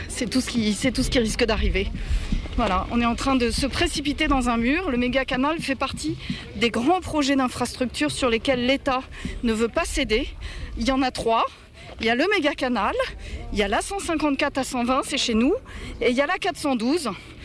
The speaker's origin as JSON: {"language": "French", "region": "Centre-Val de Loire", "country": "France", "said": "Mais nous, on vient d'Eure-et-Loire parce qu'on lutte contre un autre gros projet d'infrastructure"}